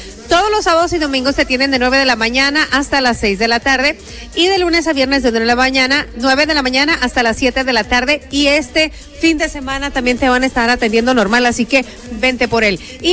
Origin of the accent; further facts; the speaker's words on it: Mexico; como buenos mexicanos a veces dejamos todo a lo último